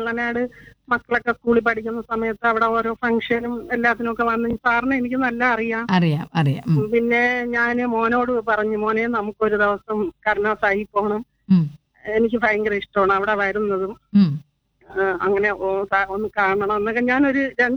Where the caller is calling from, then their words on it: Kerala, India; വെമ്പന്നൂരുന്ന്.